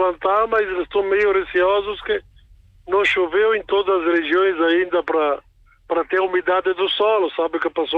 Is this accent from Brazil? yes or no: yes; Brazil; moved away; padroeiro lá da minha terra natal, Linha Araújo e Souza